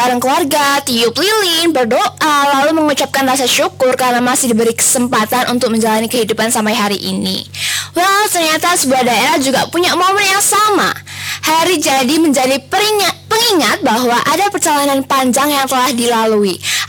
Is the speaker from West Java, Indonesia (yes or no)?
no; Ngawi, East Java, Indonesia; tapi deket dengan kehidupan kita sebagai warga Kabupaten Ngawi.